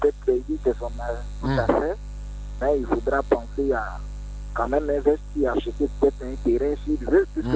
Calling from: Abidjan, Côte d’Ivoire; j'appelle depuis le Vallon.

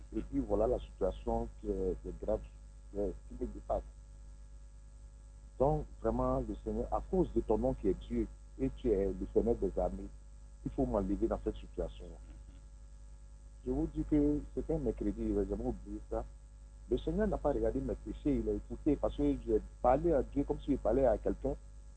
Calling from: Abidjan, Côte d’Ivoire; De Gonzague Port-Bouët.

